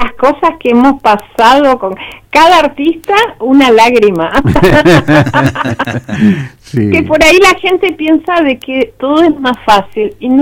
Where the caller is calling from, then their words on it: Banfield, Buenos Aires Province, Argentina; Yo vivo en Banfield, y desde Banfield al mundo